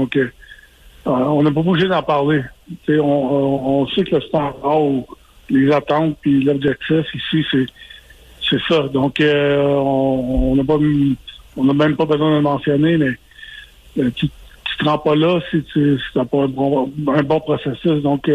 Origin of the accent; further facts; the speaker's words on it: Quebec, Canada; étant donné que je suis Québécois, ben, je n'entends parler parce que j'ai un peu partout sur les réseaux sociaux